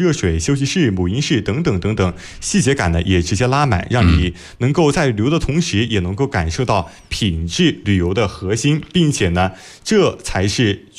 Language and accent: Chinese; Yichang, Hubei, China; 而作为宜昌人呢，其实我们更应该走进家乡的景点